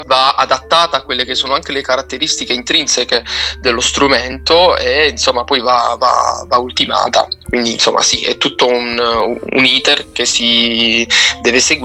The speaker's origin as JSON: {"language": "Italian", "town": "San Michele di Bari", "region": "Apulia", "country": "Italy", "said": "Io sono di San Michele di Bari, un paesino insomma in provincia di Bari."}